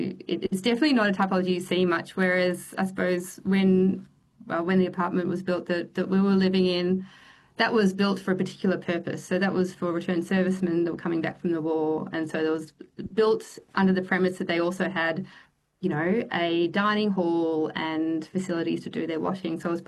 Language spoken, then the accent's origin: English; Melbourne, Victoria, Australia; I'm from Melbourne